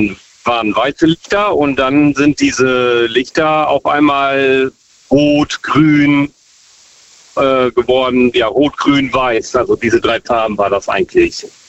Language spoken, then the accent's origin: German; Lower Saxony, Germany; aus Ostfriesland.